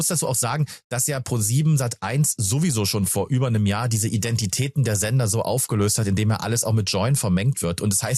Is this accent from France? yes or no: yes; France; Ich habe eine französische Vorname. Bei uns in Frankreich sagt man